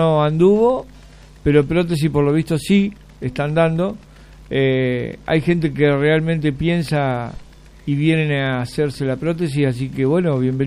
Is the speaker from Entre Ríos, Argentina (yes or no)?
no; Cipolletti, Río Negro, Argentina; yo soy de Cipolletti